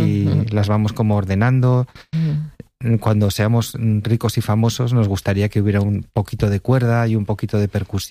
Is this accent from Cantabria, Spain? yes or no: yes; Cantabria, Spain; Laura es de Granada, yo soy de Cantabria